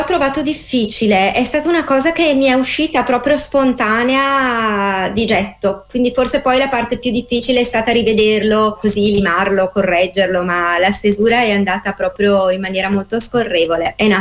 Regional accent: Desenzano del Garda, Lombardy, Italy; Da Desenzano del Garda, in provincia di Brescia.

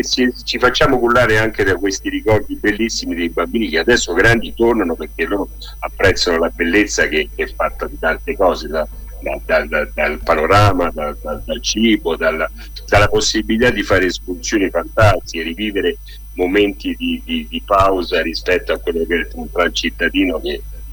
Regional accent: Rome, Lazio, Italy; also born or lived in Monteleone di Spoleto; Io sono di Roma, però da 35 anni ormai sono legato a questo paese

